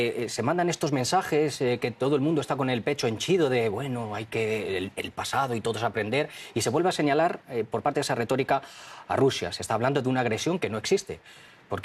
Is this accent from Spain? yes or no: yes; Spain; Yo como español estaría asustado si mi gobierno apoya o cómo está apoyando o está dando armamentos a Kiev